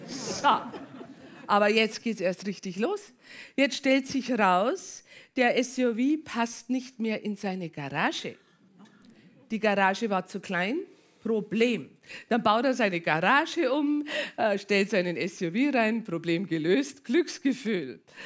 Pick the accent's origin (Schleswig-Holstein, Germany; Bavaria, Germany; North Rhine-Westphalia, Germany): Bavaria, Germany; ich bin aus Bayern, ich gebe es offen zu, ich liebe Bayern.